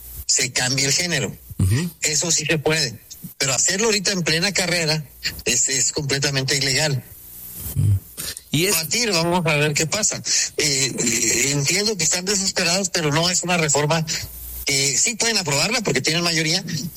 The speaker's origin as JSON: {"language": "Spanish", "region": "Chihuahua", "country": "Mexico", "said": "como buen chihuahuense no somos dejados."}